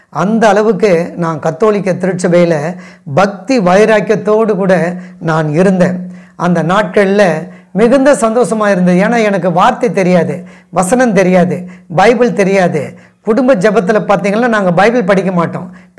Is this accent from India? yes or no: yes; Nedungundram, Tamil Nadu, India; also born or lived in Perumbakkam; நெடுங்குன்றம், வண்டலூர் ஜூவுக்கு பக்கத்தில் நெடுங்குன்றம் என்ற கிராமம் தான் என்னுடைய சொந்த ஊர். அந்த சொந்த ஊருக்கு நாங்கள் வந்துட்டோம். ஆனால் எங்களுடைய குடும்பம் ஒரு பாரம்பரியமான கத்தோலிக்க திருச்சபையை சார்ந்த ஒரு குடும்பம்.